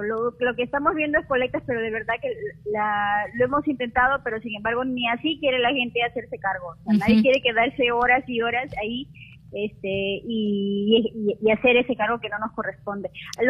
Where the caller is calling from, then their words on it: Lima, Peru; Estoy llamando desde La Molina, desde el Colegio Lizón.